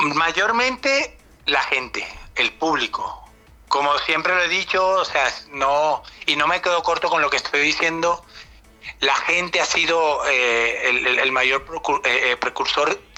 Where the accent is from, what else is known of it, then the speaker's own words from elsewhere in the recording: Venezuela; born there; moved away; also born or lived in Mexico; nací en Venezuela, soy venezolano de nacimiento, pues vamos, mi tierra es y será siempre mi tierra.